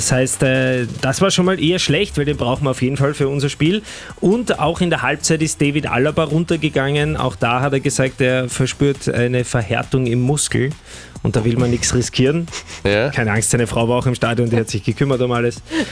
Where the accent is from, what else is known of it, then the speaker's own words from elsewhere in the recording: Austria; die suchen wir erstens mal gern als Österreicher